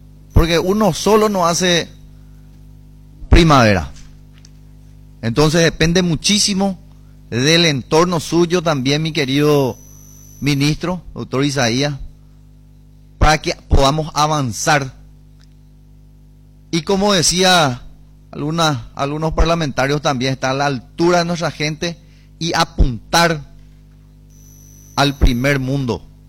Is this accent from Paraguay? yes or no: yes; Canindeyú, Paraguay; provengo del departamento de Canindeyú